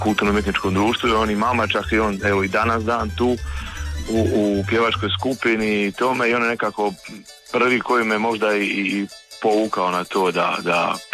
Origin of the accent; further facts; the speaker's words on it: Slavonia, Croatia; a čak ćemo mi drugo pjevati Slavonci nego o Slavoniji, kao što Dalmatinci pjeva o svojoj Dalmaciji, tako i mi